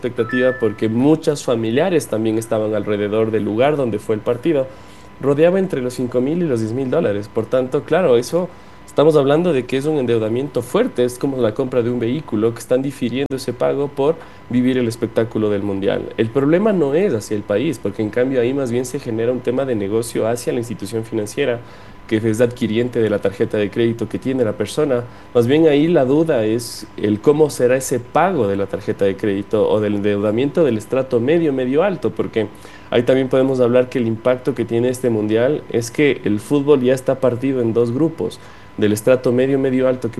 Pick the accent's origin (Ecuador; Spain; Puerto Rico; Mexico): Ecuador